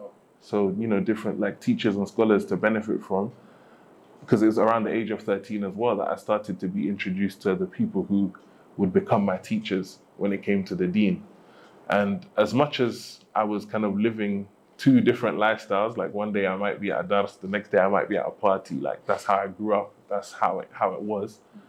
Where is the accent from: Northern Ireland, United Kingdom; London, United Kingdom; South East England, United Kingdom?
London, United Kingdom; moved away as an adult; the fun of growing up in London.